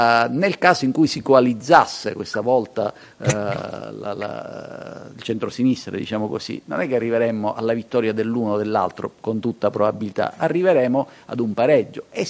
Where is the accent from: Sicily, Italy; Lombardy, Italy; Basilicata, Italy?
Sicily, Italy; Io provengo da una regione del sud, provengo dalla Sicilia